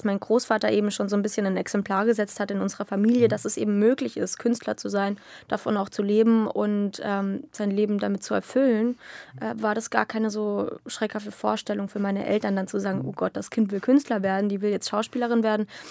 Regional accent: Jena, Thuringia, Germany; born there; Ich bin in Jena geboren, die einen saßen in Berlin, die anderen in Spanien. Meine Mutter kommt aus Spanien.

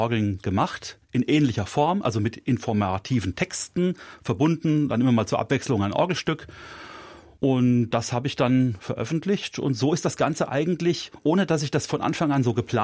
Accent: Fulda, Hesse, Germany; hatte ich mich projektmäßig mit einem Komponisten aus meiner Heimatstadt Fulda beschäftigt

